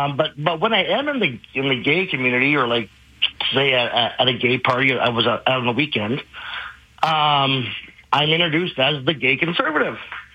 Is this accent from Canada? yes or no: yes; Canada; That's really the pretext of my writing and how I feel as a gay man growing up in Canada.